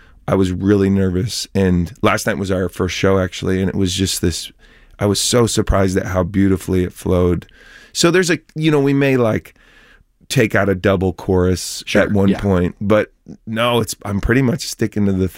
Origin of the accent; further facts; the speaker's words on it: Eugene, Oregon, United States; now in Nashville, United States; So I'm from Eugene, Oregon originally. Sixth generation Oregonian.